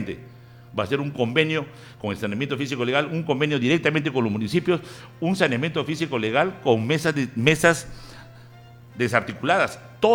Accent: José Leonardo Ortiz, Lambayeque, Peru; Yo soy leonardino. Han roto mi calle de Virrey Toledo, que yo vivo en Virrey Toledo

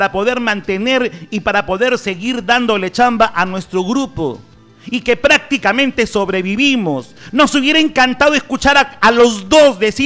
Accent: Peru

